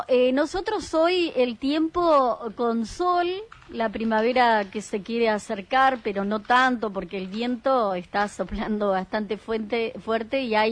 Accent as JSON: {"language": "Spanish", "town": "Gualeguaychú", "region": "Entre Ríos", "country": "Argentina", "tie": "born or raised there", "moved": "yes", "lives_now": "Río Mayo, Argentina", "said": "Hoy, más riomayense, pero claro. Soy de Entre Ríos, de Gualeguaychú. La mirá. Ciudad de los poetas, oriunda de Gualeguaychú, sí, ya muchos años acá en Río Mayo."}